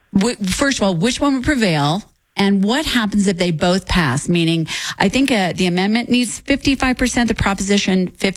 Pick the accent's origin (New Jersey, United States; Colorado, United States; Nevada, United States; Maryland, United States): Colorado, United States; also born or lived in California; I lived in California for a little while, and I'm from Colorado